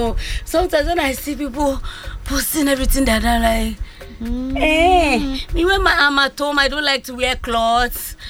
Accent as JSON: {"language": "English", "country": "Ghana", "said": "I'm still a Ghanaian. And I still live in Ghana"}